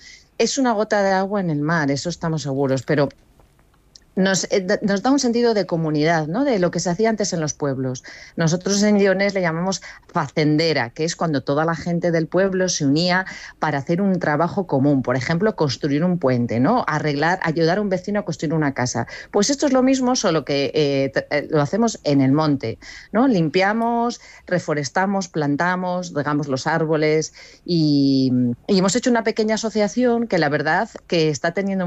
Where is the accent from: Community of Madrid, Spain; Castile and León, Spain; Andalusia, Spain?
Castile and León, Spain; Riego de la Vega; Soy del Riego, del Riego.